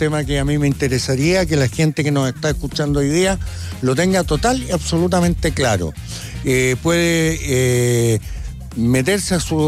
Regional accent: Chile; somos todos los chilenos muy curiosos.

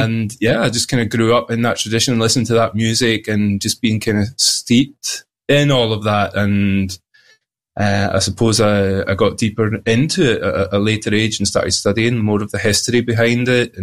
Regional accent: Gartocharn, Scotland, United Kingdom; the village I was brought up in is called Gartacharn. Gartacharn, it's got that lovely Scottish ch sound, the ch as in loch. It is by the bonny banks of Loch Lomond, a very, very famous body of water here

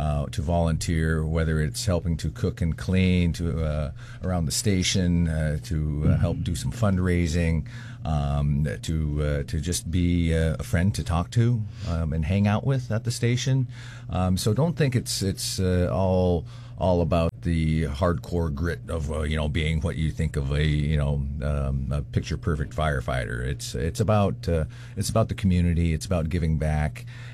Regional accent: Bethel, Alaska, United States; I was born and raised in Bethel. I had the opportunity to go elsewhere for school, but I had to return back to the community.

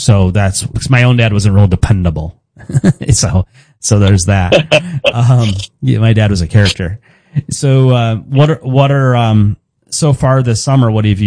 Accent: Lansing, Michigan, United States; moved away; In locals, I grew up over there in Lansing, Michigan area. And so they call it mid-Michigan. It's kind of like southern central Michigan.

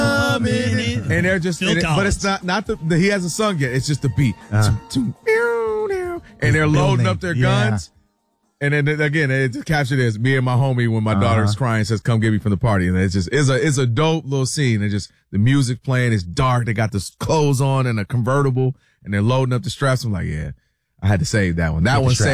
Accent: Ann Arbor, Michigan, United States; So growing up, and I grew up in Ann Arbor, Michigan, and a lot of the teams you would play will be a great mixture.

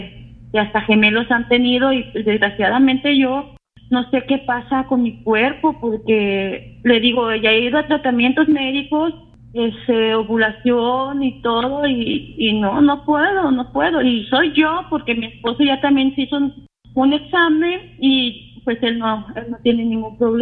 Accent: Aguascalientes, Mexico; born there

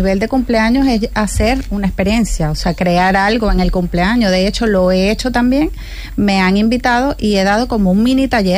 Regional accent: Huelva, Andalusia, Spain; also born or lived in Venezuela; Yo soy de Huelva, yo

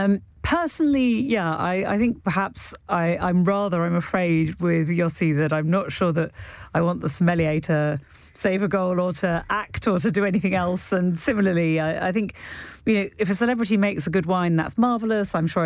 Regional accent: New Zealand

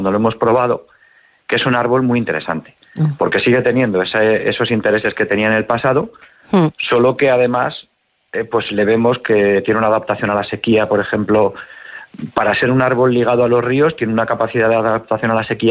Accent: Soria, Castile and León, Spain; estoy yo, que soy soriano, aunque mi empresa está en Burgos, pero yo trabajo en todo el territorio y soy de Soria.

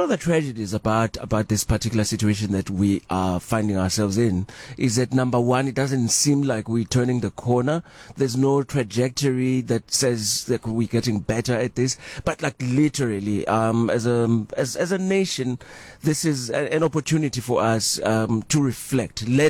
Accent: Hammarsdale, KwaZulu-Natal, South Africa; moved away; as a young man growing up in Hammersdale in KwaZulu-Natal

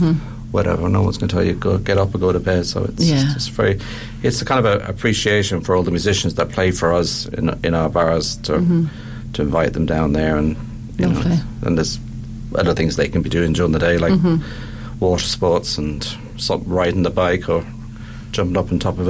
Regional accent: Ireland; I'm from Ireland.

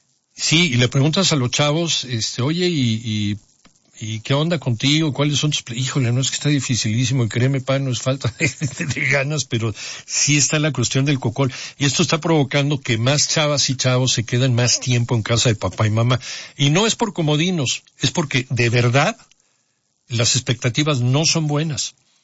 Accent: Mexico; Y eso es mucho también de sociedades como la nuestra, como la mexicana.

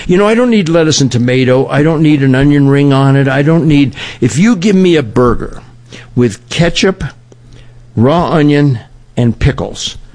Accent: Pacific Palisades, California, United States; also born or lived in Orange County; I was raised in Pacific Palisades, California. Yes, the house burned down, the schools burned down, everything.

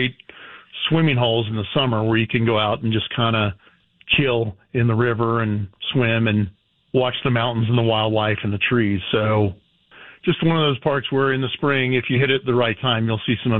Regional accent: North Carolina, United States; moved away; I grew up in North Carolina about, 30 minutes from this park.

